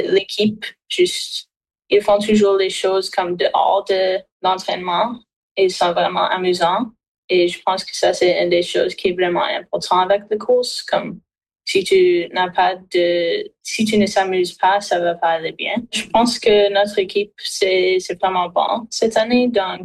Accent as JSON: {"language": "French", "region": "New Brunswick", "country": "Canada", "said": "Je pense aussi que ça aide quand on vient du Nouveau-Brunswick parce que quand on va à des événements nationaux, c'est comme un peu la même chose."}